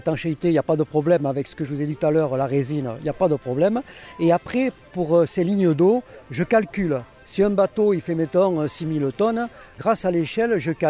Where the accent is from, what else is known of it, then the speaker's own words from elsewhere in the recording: Pau, Nouvelle-Aquitaine, France; Et comme je suis d'origine du Béarn, de Pau, et elle est d'origine de Guipuscoa, on a dit eh bien, on ira vivre en Daï au milieu.